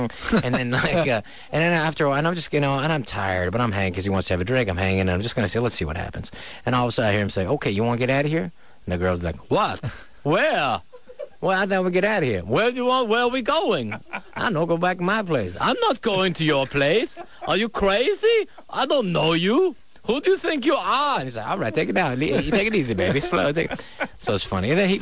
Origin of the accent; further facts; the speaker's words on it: San Francisco, California, United States; I grew up in San Francisco.